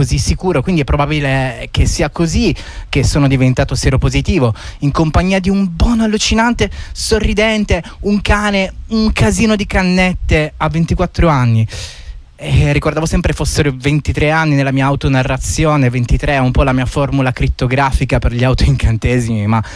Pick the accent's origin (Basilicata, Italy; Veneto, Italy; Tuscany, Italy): Basilicata, Italy; now in Bologna, Italy; Prendevo un treno da Bologna verso la mia terra primigena, la Basilicata, per incontrare tutti i parenti